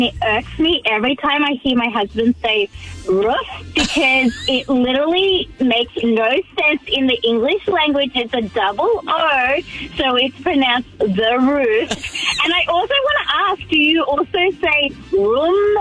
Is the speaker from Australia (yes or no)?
yes; Australia; I mean, I say hoof because I'm actually Australian.